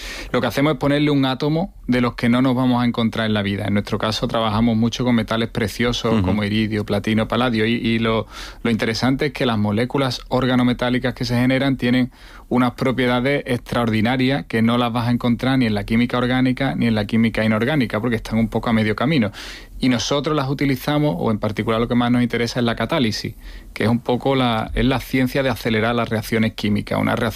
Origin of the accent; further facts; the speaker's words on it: Seville, Andalusia, Spain; Yo vine a Sevilla porque soy de Sevilla, hice mi tesis de hecho en ese mismo sitio